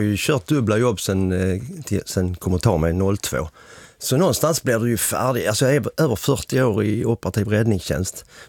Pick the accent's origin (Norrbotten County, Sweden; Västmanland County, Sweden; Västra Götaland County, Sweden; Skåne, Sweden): Skåne, Sweden; Helsingborg; Vi kommer ju inte från Stockholm, vi kommer från Helsingborg.